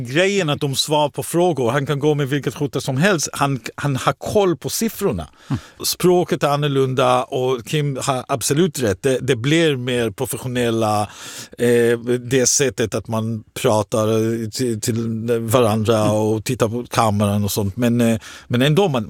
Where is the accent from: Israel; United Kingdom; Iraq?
Israel; now in Sweden; I Israel till exempel, i mitt hemland, så är det inte på helgen. Det är nästan alltid på en tisdag.